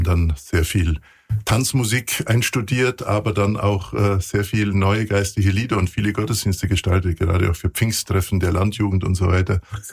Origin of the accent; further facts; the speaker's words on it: Kempten, Bavaria, Germany; ich bin ja in einem Internat aufgewachsen in Kempten. Das war damals das bischöfliche Studienseminar.